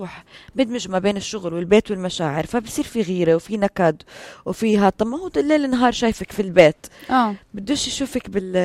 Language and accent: Arabic; Jordan; عندنا بالاردن